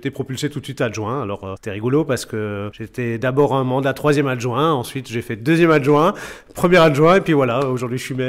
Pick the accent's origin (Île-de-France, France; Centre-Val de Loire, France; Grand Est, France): Grand Est, France; Matzenheim; j'ai 46 ans cette année. Voilà, je suis natif de Matzenheim.